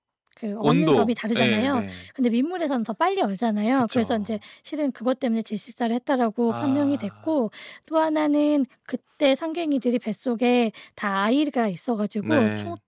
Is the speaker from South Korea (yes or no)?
yes; Buan, North Jeolla, South Korea; 저는 지역이 부안이었어요. 사는 공간이 부안이었고